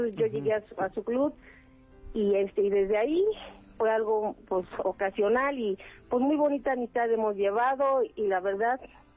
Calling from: Calpulalpan, Tlaxcala, Mexico; Desde Calpulalpan, Tlaxcala

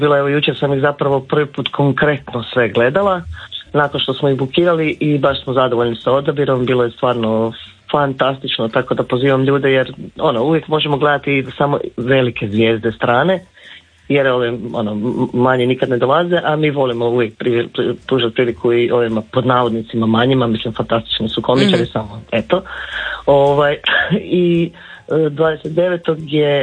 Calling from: Croatia; Hrvati možemo mi bolje od Slovenaca.

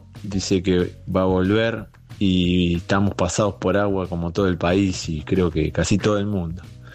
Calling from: San Carlos de Bariloche, Río Negro, Argentina; Acá en la Patagonia, vivo en Bariloche … de Bariloche.

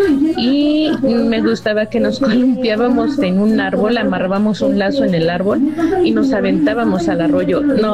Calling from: Tlanchinol, Hidalgo, Mexico; Yo soy de Clanchinol.

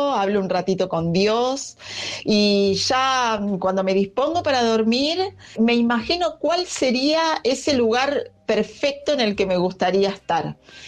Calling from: Temperley, Buenos Aires Province, Argentina; Muy buenas noches … de Temperley.

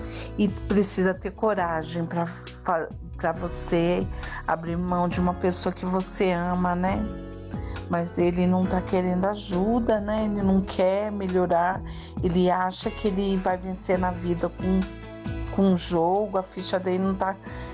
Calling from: São Paulo, Brazil; aqui do Jardim Figueira Grande, Zona Sul de São Paulo.

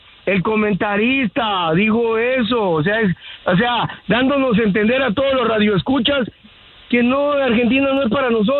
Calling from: Guatemala; Yo como guatemalteco

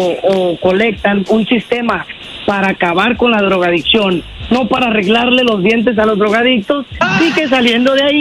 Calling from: Phoenix, Arizona, United States

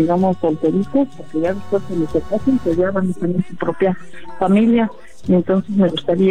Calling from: Toluca, State of Mexico, Mexico; Estoy aquí en Cacalumacán.

